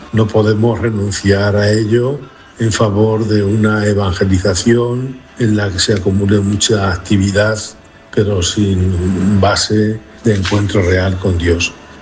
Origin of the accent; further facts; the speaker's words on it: Castilla-La Mancha, Spain; born there; está aquí cerca en Manzanares